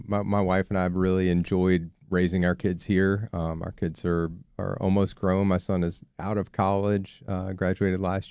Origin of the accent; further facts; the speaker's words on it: New York, United States; now in Memphis, United States; I grew up in Long Island, New York, and I have family that comes to visit